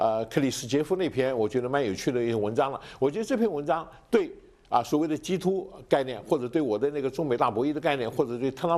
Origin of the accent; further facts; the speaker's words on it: China; 我们这个中国最近这几年的飞速进步，我们中国人基本上都看了很多，看得很懂啊